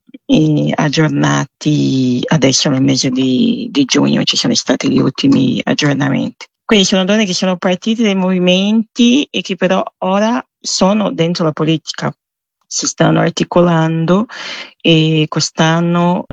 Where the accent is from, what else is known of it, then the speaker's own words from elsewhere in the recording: Mato Grosso do Sul, Brazil; E questo è facilmente osservabile in una regione da dove vengo io, che è il Mato Grosso do Sul